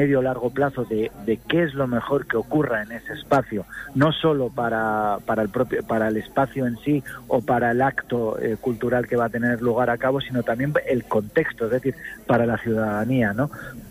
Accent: Asturias, Spain

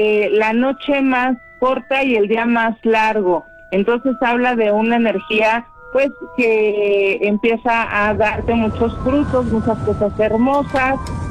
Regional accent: Mexico; Y nos ponemos la camiseta porque así somos los mexicanos.

